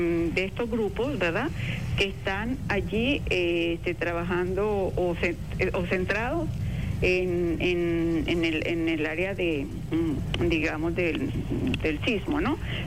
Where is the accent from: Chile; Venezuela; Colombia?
Venezuela; dentro de nuestra identidad como venezolanos está la solidaridad.